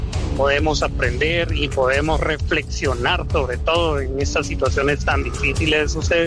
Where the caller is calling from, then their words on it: Guatemala; nosotros como guatemaltecos